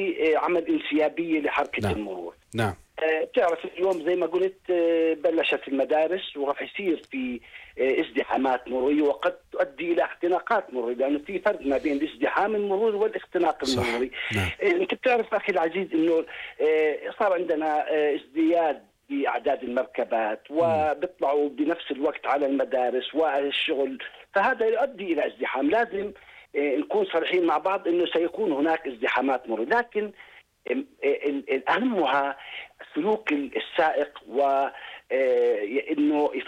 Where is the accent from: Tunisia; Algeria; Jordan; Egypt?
Jordan